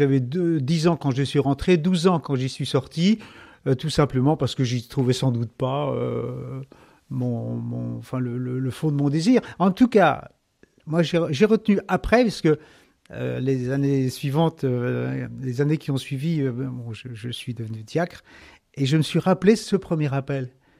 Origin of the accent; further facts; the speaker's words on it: Lamballe, Brittany, France; born there; moi je suis né en 1962 à Lamballe, dans les Côtes d'Armor. Et ma famille était chrétienne, nous allions à la messe tous les dimanches